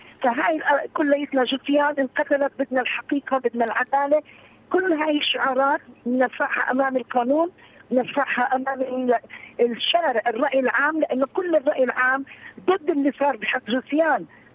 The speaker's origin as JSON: {"language": "Arabic", "country": "Palestine", "said": "قدرنا ننتزع حقنا كنساء فلسطينيات"}